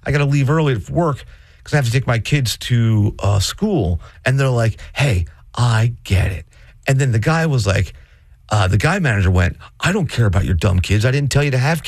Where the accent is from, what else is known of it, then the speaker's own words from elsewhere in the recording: Brooklyn, New York, United States; I'm from Brooklyn.